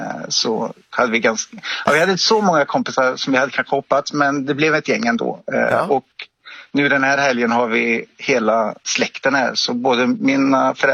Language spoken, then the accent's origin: Swedish; Arvika, Värmland, Sweden; Ja, jag kommer från Arvika i Värmland från början.